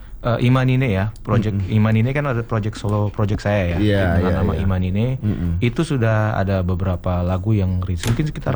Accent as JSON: {"language": "Indonesian", "region": "Jakarta", "country": "Indonesia", "tie": "born there", "said": "Asli kok lahir Jakarta."}